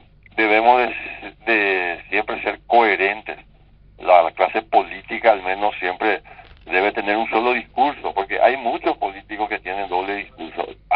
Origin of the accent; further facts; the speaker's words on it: San Estanislao, San Pedro, Paraguay; en mi pueblo, en mi distrito, en Santaní